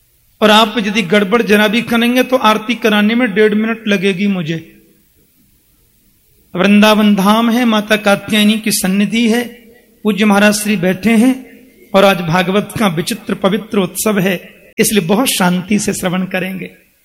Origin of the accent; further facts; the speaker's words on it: Braj, India; मूलतः ब्रजवासी होने के नाते ये तो मेरा धर्म बनता है।